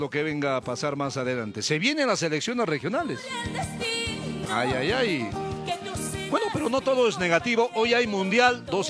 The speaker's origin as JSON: {"language": "Spanish", "region": "Cusco", "country": "Peru"}